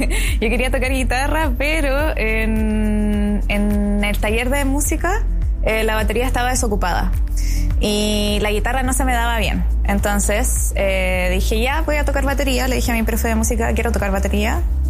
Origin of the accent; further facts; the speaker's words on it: Chile; soy baterista chilena.